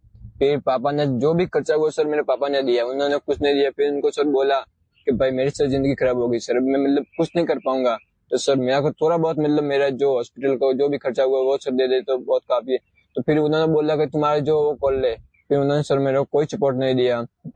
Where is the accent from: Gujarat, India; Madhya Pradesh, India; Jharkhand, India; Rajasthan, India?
Rajasthan, India; Sanwara; मैं सर सिरोही जिले से हूँ और सर मेरा गांव है सनवाड़ा, जो कि अपने देवधर तहसील में आया था।